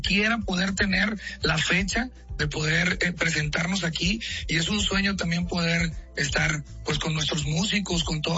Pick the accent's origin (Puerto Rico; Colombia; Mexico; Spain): Mexico; hay mucha gente que ha hecho música y que obviamente como mexicanos conocemos su trayectoria y su legado en la música